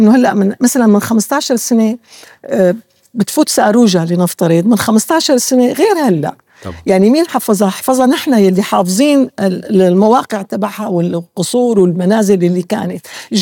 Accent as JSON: {"language": "Arabic", "town": "Damascus", "region": "Damascus Governorate", "country": "Syria", "said": "الشام غالية علينا نحن، فأنا احنا الأصليين أهل"}